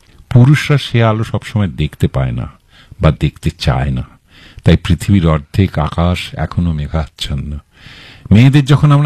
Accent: Bhatpara, West Bengal, India; born or raised there; now in Kolkata, India

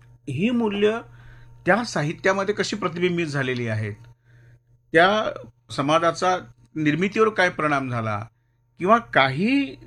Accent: Gadchiroli, Maharashtra, India; तर ते झालं असं की मी मूळचा गडचिरोलीचा तिथं आदिवासी बहुल असा तो आमचा प्रांत आहे. माझे वडील आदिवासी भागात शिक्षक होते त्यांच्यासोबत मी आदिवासी गावांमध्ये खूप फिरलेलो आहे

